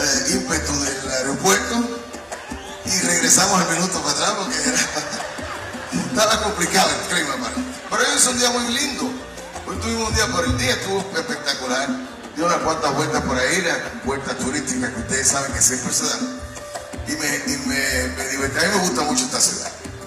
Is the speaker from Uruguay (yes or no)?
no; Puerto Rico; nosotros venimos de Puerto Rico